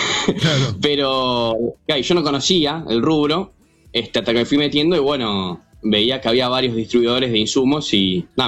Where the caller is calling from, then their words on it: Ituzaingó, Buenos Aires Province, Argentina; Estoy acá en Ituzaingó, justo cerca del lugar.